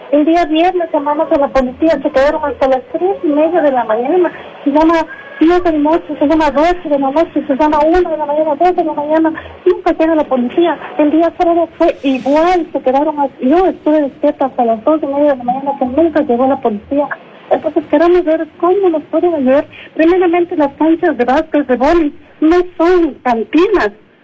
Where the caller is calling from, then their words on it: Quito, Pichincha, Ecuador; Mire, yo vivo en Solanda, en el sector 2 de Solanda.